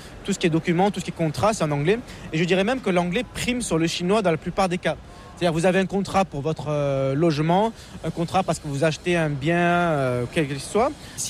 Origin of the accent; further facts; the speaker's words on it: Marseille, Provence-Alpes-Côte d'Azur, France; D'autant plus qu'on ne devine pas en me voyant que je suis Marseillais.